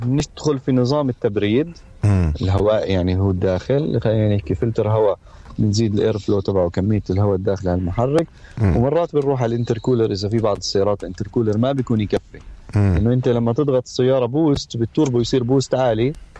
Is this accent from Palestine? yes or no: yes; Palestine; عندنا في فلسطين